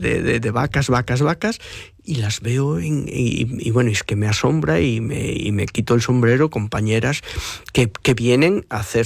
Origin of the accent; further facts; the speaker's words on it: Galicia, Spain; yo soy del barrio del Couto, de toda la vida